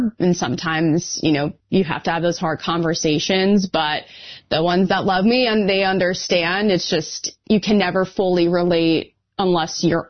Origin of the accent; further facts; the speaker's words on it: New York, United States; I'm from New York, so US Open is a special place to me, just in my backyard.